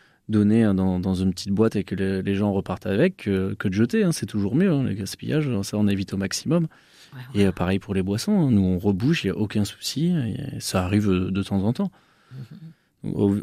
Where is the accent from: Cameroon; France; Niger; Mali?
France; Brittany; Moi, je suis pas loin de la Bretagne. Je suis originaire de la Bretagne. Donc le beurre, on y va.